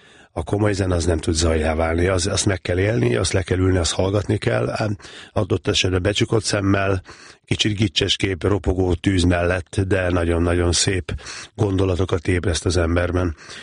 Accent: Gyula, Békés, Hungary; És szerencsések vagyunk, hogy a román határon, ugye Gyula közel van a román határhoz, a román televíziót be tudtuk fogni a kékes televíziónkon

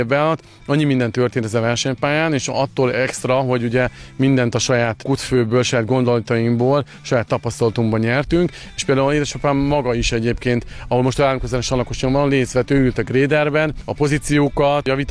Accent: Nyíregyháza, Szabolcs-Szatmár-Bereg, Hungary; Nyíregyháziként ugye ott nem volt jelen nagyon ez a sport, ezért Kecskemétre kellett mennünk a gokart pályára

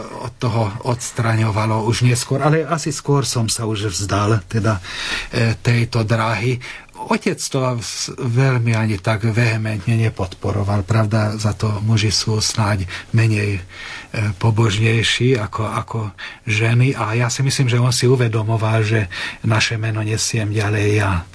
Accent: Kesztölc, Komárom-Esztergom, Hungary; ako aj u nás v Kestúci, však Pilíž je katolícky.

